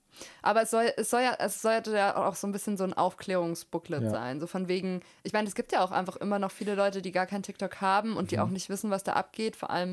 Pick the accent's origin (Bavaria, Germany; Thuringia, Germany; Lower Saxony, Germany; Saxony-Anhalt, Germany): Thuringia, Germany; Ich komme aus Thüringen, ja.